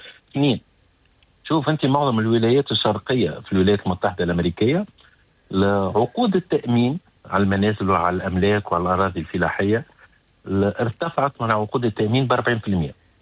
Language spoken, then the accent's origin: Arabic; Tunisia; أنا ولد تونس وما نحبش معناها راح حاجات خايبة تهم بلادي ولا تصير في بلادي